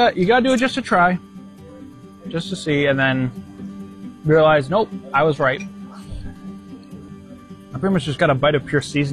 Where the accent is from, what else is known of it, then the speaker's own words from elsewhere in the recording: United States; I grew up in the Rotse area.